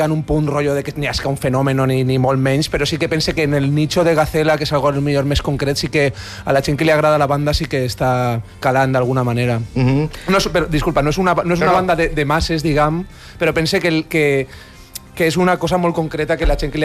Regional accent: Valencia, Valencian Community, Spain; quan te'n vas de la teua ciutat, que nosaltres som de València

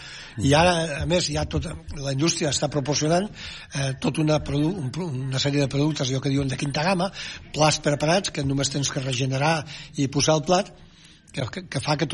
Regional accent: Catalonia, Spain; som cuiners catalans.

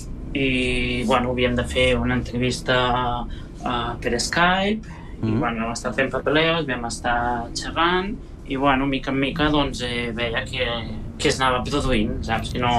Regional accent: Igualada, Catalonia, Spain; now in China; Jo soc d'una ciutat petita de la Catalunya central, Igualada.

